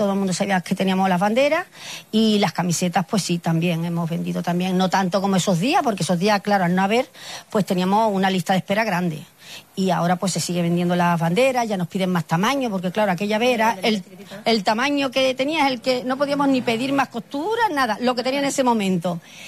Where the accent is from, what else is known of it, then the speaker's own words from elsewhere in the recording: Ceuta, Spain; De decir que Ceuta es nuestra y que la queremos y somos españoles.